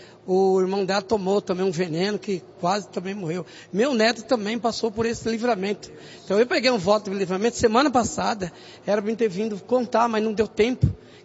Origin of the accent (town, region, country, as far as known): Poá, São Paulo, Brazil